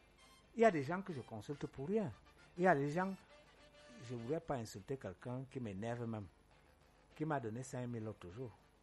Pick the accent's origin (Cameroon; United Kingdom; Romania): Cameroon; je suis Camerounais.